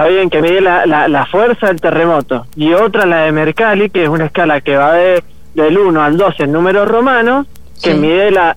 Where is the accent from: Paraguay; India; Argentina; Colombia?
Argentina; Mendoza; a nosotros como mendocinos nos salieron